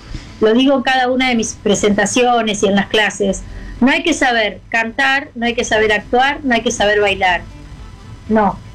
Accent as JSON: {"language": "Spanish", "town": "Rosario", "region": "Santa Fe", "country": "Argentina", "tie": "born or raised there", "said": "qué mejor que tener mi propia academia en mi ciudad natal."}